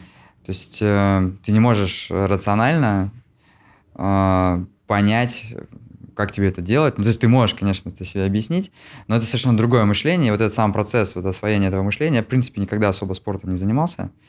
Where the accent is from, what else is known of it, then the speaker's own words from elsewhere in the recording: Syktyvkar, Komi Republic, Russia; Я вырос в Сыктывкаре.